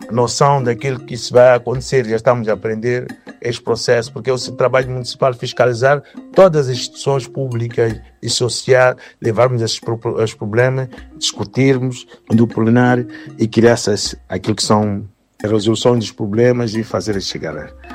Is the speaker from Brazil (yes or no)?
no; Mozambique; now in Germany; nós somos moçambicanos